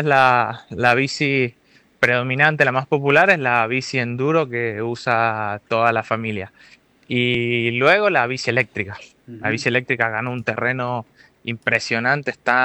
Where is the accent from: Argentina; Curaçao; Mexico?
Argentina; Mendoza